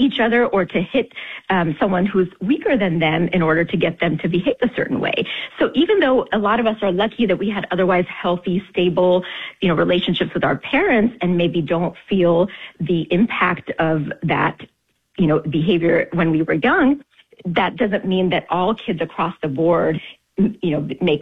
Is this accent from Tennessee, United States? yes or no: yes; Tennessee, United States; You know, I remember growing up in Tennessee in my elementary school.